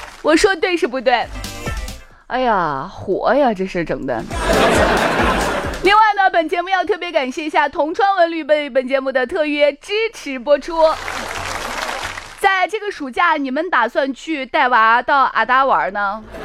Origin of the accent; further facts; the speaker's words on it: Shaanxi, China; 这就是我们陕西人。